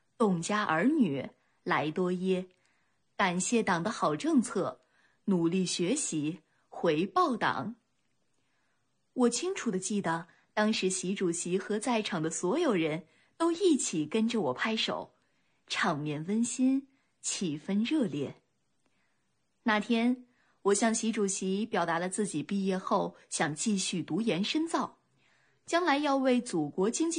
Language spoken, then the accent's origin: Chinese; Liuzhou, Guangxi, China; 我是来自柳州三江侗族自治县的少数民族学生，